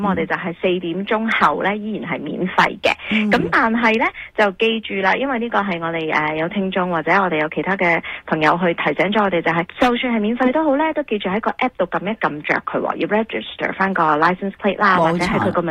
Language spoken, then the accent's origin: Cantonese; Hong Kong; 我哋香港人